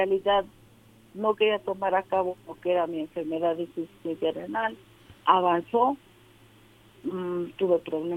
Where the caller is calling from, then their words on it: Puebla, Mexico; De aquí, de Puebla, de la colonia José María Morelos.